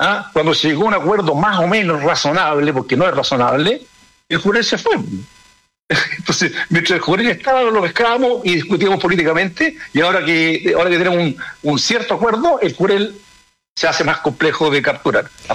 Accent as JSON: {"language": "Spanish", "country": "Chile", "said": "porque uno se imagina siempre que como chilenos vamos a hacer cosas medias mal terminadas."}